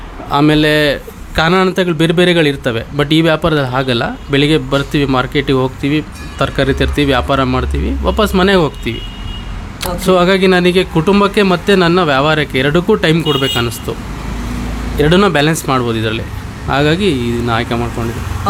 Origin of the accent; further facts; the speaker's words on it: Shivamogga, Karnataka, India; ನಾನು ಇಲ್ಲೇ ಮೂಲತಃ, ನಾನು ಶಿವಮೊಗ್ಗ ನವಲೆ ಗ್ರಾಮದವನು. ನಾನು ಹುಟ್ಟಿದ ಮೆಗ್ಗನ್ ಹಾಸ್ಪಿಟ್ಲಲ್ಲಿ ಮೇಡಮ್. ನಮ್ಮದು ಮನೆ ಇಲ್ಲೇ ನವಲೆಯಲ್ಲೇ, ಸ್ವಂತ ಮನೆ ಇದೆ.